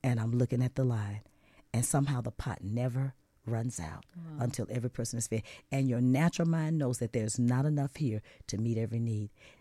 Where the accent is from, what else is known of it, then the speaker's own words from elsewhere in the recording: the South, United States; I was raised in the South in America, in the U.S.